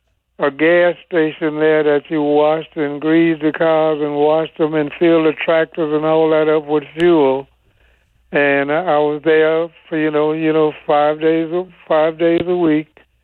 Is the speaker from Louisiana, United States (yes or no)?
yes; Lettsworth, Louisiana, United States; born there; moved away; I'm from Louisiana